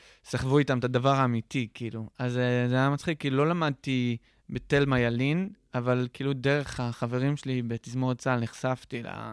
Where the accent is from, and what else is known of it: Holon, Tel Aviv District, Israel; born or raised there